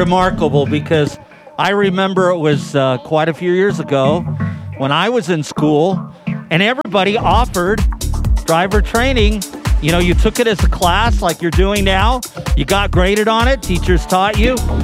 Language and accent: English; Redlands, California, United States; I grew up in Redlands, and I went to a private school from first to ninth grade, and I never went to a public school till I was in high school.